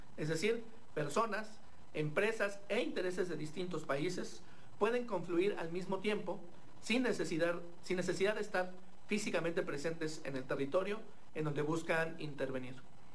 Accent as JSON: {"language": "Spanish", "country": "Mexico"}